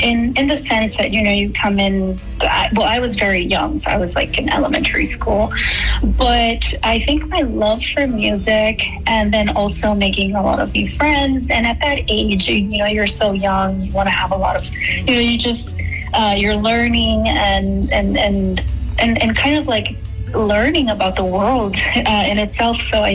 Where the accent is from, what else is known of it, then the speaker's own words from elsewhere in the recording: El Salvador; now in United States; Growing up in El Salvador was an incredible experience overall.